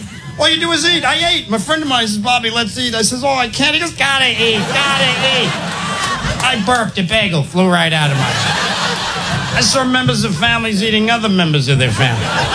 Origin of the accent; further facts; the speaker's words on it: New York, United States; I go, lady, I'm from New York. I'll cut you.